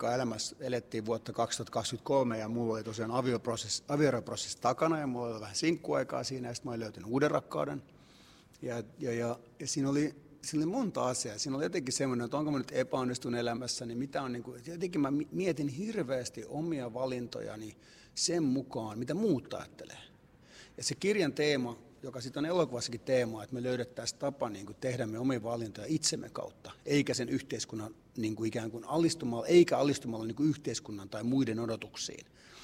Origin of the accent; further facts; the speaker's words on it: Cyprus